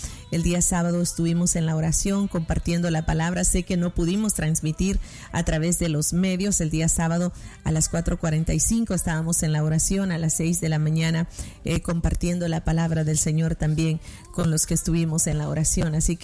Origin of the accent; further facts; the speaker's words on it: El Salvador; moved away; En mi país, El Salvador, le llamamos zapotes